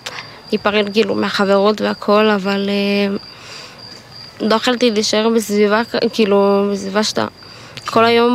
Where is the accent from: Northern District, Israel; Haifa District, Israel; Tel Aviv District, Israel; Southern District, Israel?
Northern District, Israel; Kiryat Shmona; moved away as an adult; now in Katzrin, Israel; אני מקצרין, אבל במקור מקריית שמונה. התפניתי בשביל העשירי, מקריית שמונה הייתי גר.